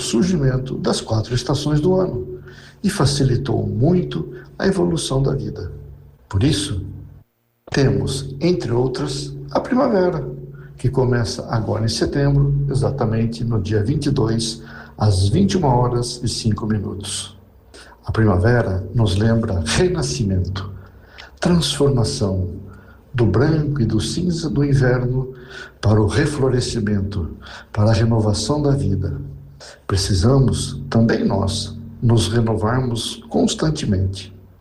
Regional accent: Brazil

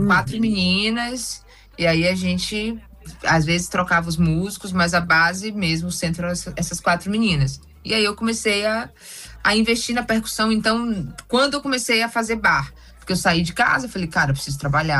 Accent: Salvador, Bahia, Brazil; a primeira vez que eu vim para São Paulo, a primeira vez que fui para Brasília, a primeira vez que eu saí de Salvador, assim, né, para trabalhar, foi

